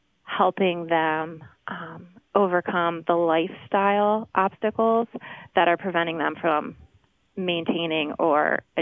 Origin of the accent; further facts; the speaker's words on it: Delaware, United States; moved away; I am from Delaware